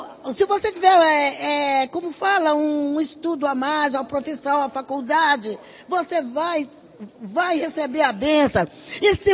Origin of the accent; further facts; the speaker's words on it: São Paulo, Brazil; Eu venho da Zona Norte, daqui São Paulo.